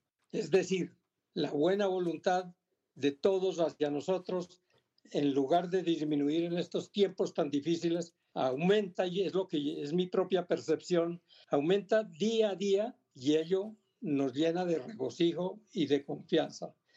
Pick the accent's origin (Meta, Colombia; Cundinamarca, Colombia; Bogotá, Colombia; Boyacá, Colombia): Boyacá, Colombia; somos mestizos, somos de toda la raza, somos boyacenses.